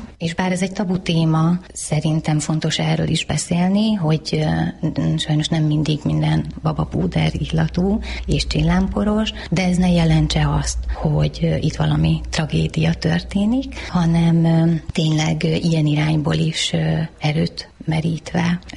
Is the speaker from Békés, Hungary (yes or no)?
yes; Gyula, Békés, Hungary; Gyulaiként ez szinte elkerülhetetlen, mert azért ez egy picike város.